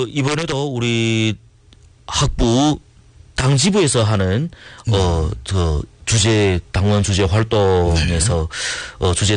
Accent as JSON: {"language": "Korean", "town": "Yanji", "region": "Jilin", "country": "China", "said": "우리 고향 연결시에도 많은 유람객들이 올 것이 뻔합니다."}